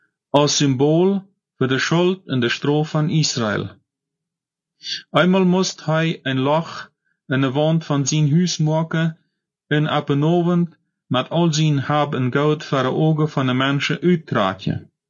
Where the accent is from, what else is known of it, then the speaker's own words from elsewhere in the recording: Paraguay; was in meiner Heimat in Paraguay oder in Deutschland für sich geht